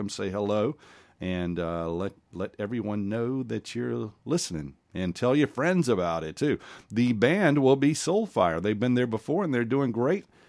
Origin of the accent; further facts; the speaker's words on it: Macon, Georgia, United States; they're from my hometown, Macon, Georgia.